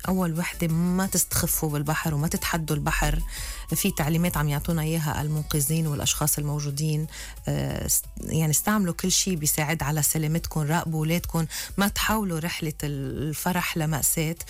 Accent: Lebanon; نحن بلبنان وعنا واحد من أجمل الشواطئ بشرق المتوسط، بس تخيلوا أنا كلبنانية

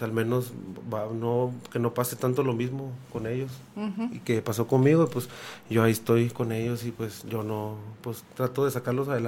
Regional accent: Tabasco, Mexico; moved away as an adult; now in Ciudad Juárez, Mexico

